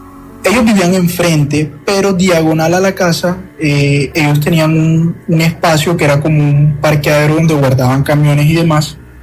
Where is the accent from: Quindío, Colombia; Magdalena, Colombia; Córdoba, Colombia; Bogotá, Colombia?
Magdalena, Colombia; Ciénaga; now in Barranquilla, Colombia; la historia no es acá en Barranquilla, es un pueblo de Magdalena, de donde yo soy oriundo, de Ciénaga Magdalena.